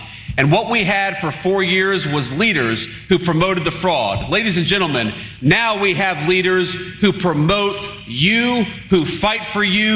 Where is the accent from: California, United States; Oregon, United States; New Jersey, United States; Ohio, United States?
Ohio, United States; Middletown; And I remember, as I was growing up in Middletown, Ohio, I'd read the newspaper